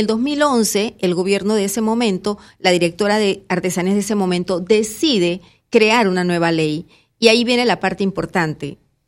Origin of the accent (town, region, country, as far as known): Panama